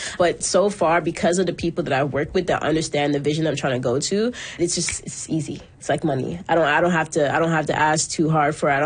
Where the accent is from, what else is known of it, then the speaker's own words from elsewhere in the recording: Toronto, Ontario, Canada; And since then, every time I walk outside, people know that I'm from Toronto.